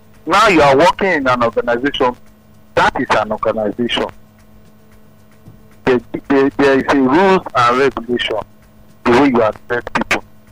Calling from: Zambia; I'm calling from Zambia.

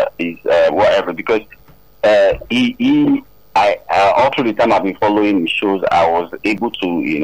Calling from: Ibadan, Oyo, Nigeria; calling from Ibadan.

